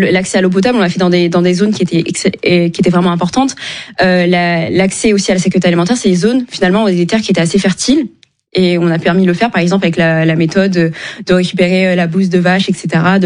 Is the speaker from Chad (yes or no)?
yes; Chad; Je suis tchadienne, bien sûr.